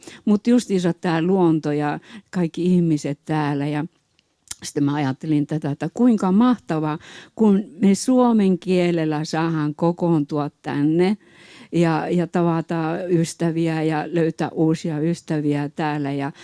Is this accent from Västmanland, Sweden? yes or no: yes; Västerås, Västmanland, Sweden; minä tulen Westerosista ja Pentti tulee Köpingistä.